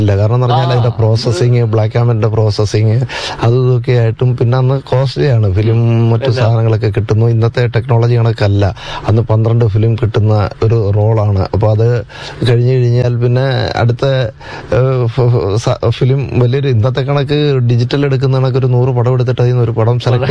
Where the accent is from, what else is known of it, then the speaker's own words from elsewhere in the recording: Charummood, Kerala, India; ഞാൻ ജനിച്ചത് ആലപ്പുഴ ജില്ലയിലാണ്. കരിമുളയ്ക്കലിനും ചാരുമൂടിനും ഇടയിലുള്ള ഒരു സ്ഥലമാണ് അവിടെ. അത് ഞാനൊരു 4 ക്ലാസ് വരെ ചാരുമൂട് സ്കൂളിലാണ് പഠിച്ചത്.